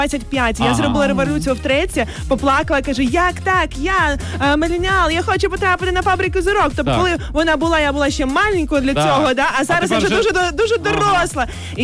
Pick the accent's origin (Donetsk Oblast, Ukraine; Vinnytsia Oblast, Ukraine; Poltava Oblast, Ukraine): Donetsk Oblast, Ukraine; Donetsk; це родом з Донецького. Родом з Донецького